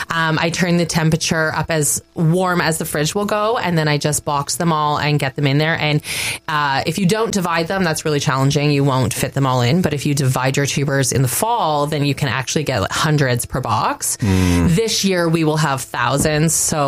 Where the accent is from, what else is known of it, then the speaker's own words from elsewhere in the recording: Haliburton, Ontario, Canada; I was born and raised here in Halliburton and lived on a beautiful farm on Ritchie Falls Road